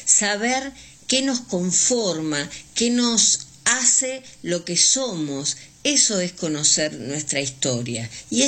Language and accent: Spanish; Puerto Gaboto, Santa Fe, Argentina; moved away as an adult; also born or lived in San Lorenzo / Río Negro / Chubut; mi familia es de Puerto Gaboto, yo me crié en Puerto Gaboto y la verdad que es como el lugar donde me identifico, ese lugar que es como mi propia vida.